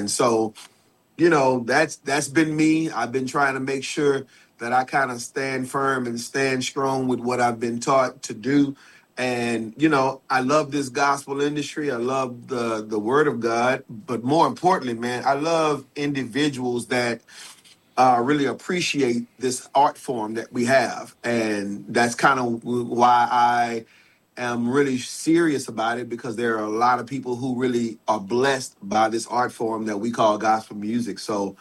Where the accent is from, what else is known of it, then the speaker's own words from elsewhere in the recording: Houston, Texas, United States; born and raised in Houston, Texas, born and raised in the church, Pentecostal boy